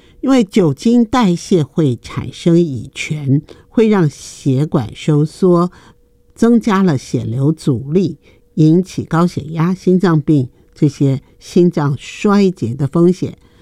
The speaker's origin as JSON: {"language": "Chinese", "country": "Taiwan", "said": "我们台湾人爱吃泡面，已经是世界闻名啊。"}